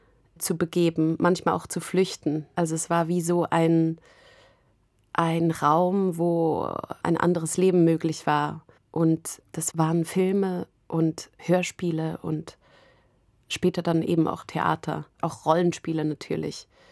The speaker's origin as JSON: {"language": "German", "region": "Zurich", "country": "Switzerland", "tie": "born or raised there", "said": "Und klar, Zürich wird immer meine Heimat in dem Sinn bleiben."}